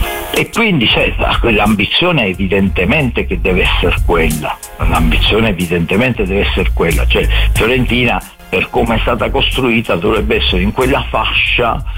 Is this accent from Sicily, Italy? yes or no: no; Bari, Apulia, Italy; Di Bari. Io sono proprio di Bari, io sono mai, anzi, per la casa che ancora ce l'abbiamo di famiglia è a Palese, l'aeroporto di Bari, ma ormai Palese è frazione di Bari, non è nemmeno comune proprio, quindi è Bari.